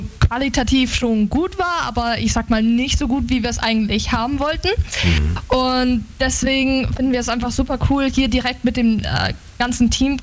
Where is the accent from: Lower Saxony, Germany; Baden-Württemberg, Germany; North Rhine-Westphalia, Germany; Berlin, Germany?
Lower Saxony, Germany; Also bei uns in Niedersachsen ist es selten irgendwie minus 15 Grad oder so.